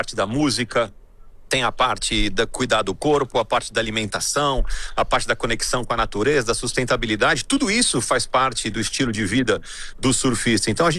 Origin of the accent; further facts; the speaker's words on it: Brazil; A gente, como brasileiro, acompanha várias histórias